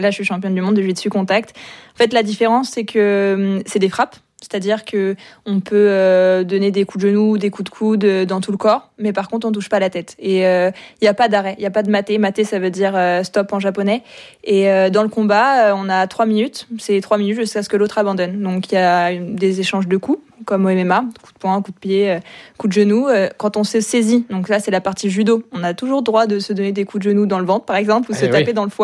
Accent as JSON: {"language": "French", "town": "La Chapelle-la-Reine", "region": "Île-de-France", "country": "France", "said": "Alors moi, je viens de La Chapelle-la-Reine, et mon club actuellement, c'est à Asnières-sur-Seine."}